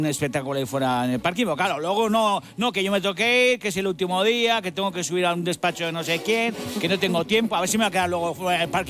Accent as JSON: {"language": "Spanish", "region": "Basque Country", "country": "Spain", "said": "yo esto lo hago por orgullo, lo hago por orgullo, porque soy vasco y a mí no me gana ni Bartolo."}